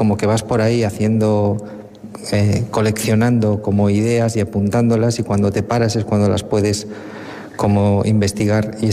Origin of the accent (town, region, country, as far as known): Cantabria, Spain